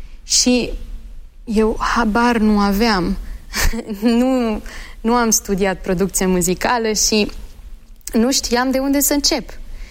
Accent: Belgium; ne-am născut și am crescut în Belgia, ei întotdeauna au spus, ok, în casă vorbim în limba română. Afară vorbiți ce vreți, engleză, franceză, flamandă, orice, dar în casă vorbim în limba română.

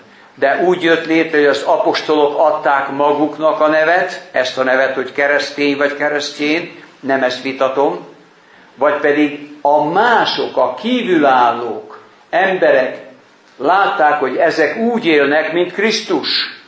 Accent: Hungary

